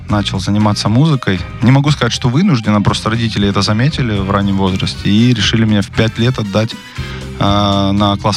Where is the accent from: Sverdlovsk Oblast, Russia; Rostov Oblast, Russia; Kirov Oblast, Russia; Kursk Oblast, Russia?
Rostov Oblast, Russia; Rostov-on-Don; moved away as an adult; now in Moscow, Russia; Я из Ростова, да. Привет, Ростов, если нас слушают.